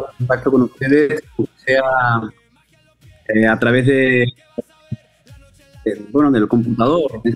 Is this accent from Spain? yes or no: yes; Spain; moved away as an adult; now in Peru; En este caso desde España, mi otra tierra o mi tierra de origen.